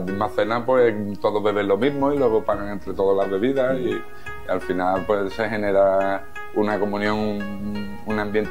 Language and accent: Spanish; Jerez de la Frontera, Andalusia, Spain; yo soy de aquí de Jerez